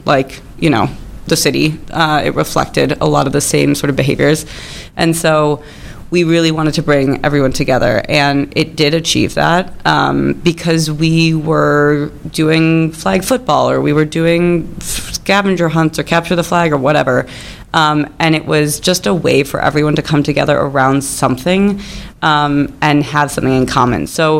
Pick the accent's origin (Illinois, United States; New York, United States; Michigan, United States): Illinois, United States; Chicago; also born or lived in Boston; I was raised in Chicago. I grew up in Lincoln Park, went to Jewish day school, and then I went to Peyton for high school.